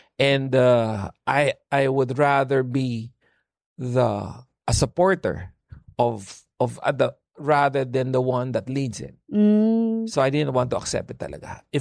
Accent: San Pablo, Laguna, Philippines; Laking ano ko, Laguna. Tagalog ako, taga San Pablo, Laguna.

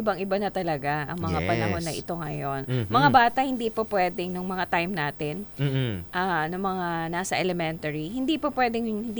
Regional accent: Tiwi, Bicol Region, Philippines; I'm from Tiwi.

